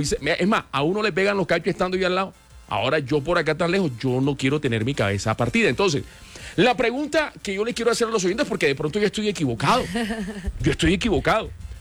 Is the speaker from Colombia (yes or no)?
yes; Barranquilla, Atlántico, Colombia; moved away; Cuando me vine de Barranquilla... Me vine pues solo. Yo me voy para mi capital, me voy a trabajar, voy a cumplir sueños